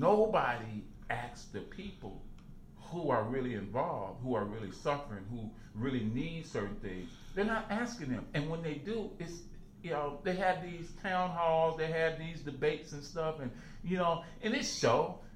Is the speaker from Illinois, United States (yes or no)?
yes; Chicago, Illinois, United States; growing up in Chicago